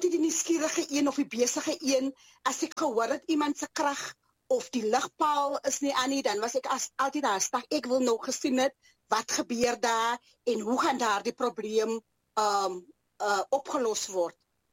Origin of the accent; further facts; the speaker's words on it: Mossel Bay, Western Cape, South Africa; ek het groot geword in Apollestraat, ek is 'n gebore Mossebaaier, en dan het ek ook, my laerskool was ook net die straat bokant my gewees in hierdie selfde wijk waar ek my laerskool gedoen